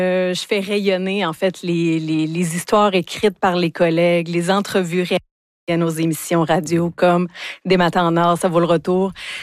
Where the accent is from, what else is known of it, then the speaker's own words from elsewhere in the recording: Val-d'Or, Quebec, Canada; born there; Je suis née à Val-d'Or.